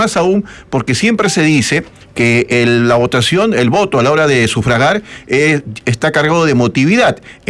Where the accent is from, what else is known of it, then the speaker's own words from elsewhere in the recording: Peru; estamos todos los peruanos obligados a escuchar